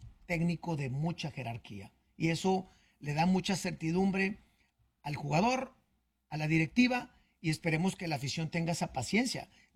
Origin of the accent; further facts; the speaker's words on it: Mexico; Yo estuve pero es un sentimiento como mexicano.